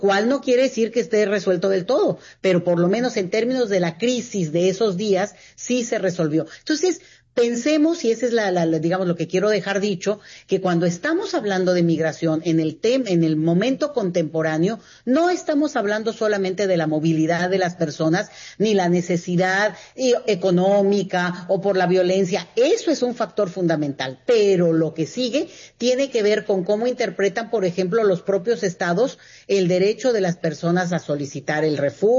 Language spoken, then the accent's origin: Spanish; Mexico; y nos incluye como mexicanos, el país de más inmigración migratoria del planeta